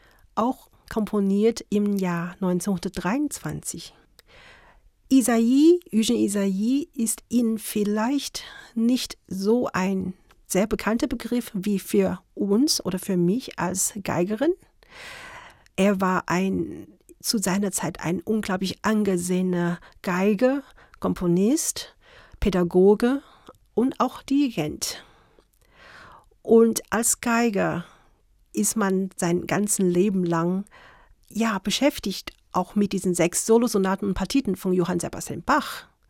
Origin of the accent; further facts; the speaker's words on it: Beijing, China; German is a second language; moved away as an adult; also born or lived in Kassel / Karlsruhe; now in Munich, Germany; Ursprünglich komme ich aus Peking, bin in Peking aufgewachsen, zur Schule gegangen und zum Studium kam ich dann nach Deutschland.